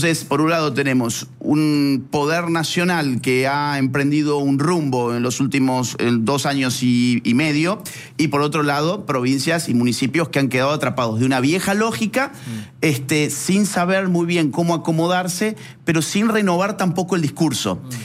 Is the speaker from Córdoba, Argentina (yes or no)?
yes; Córdoba, Argentina; en Córdoba, de donde yo soy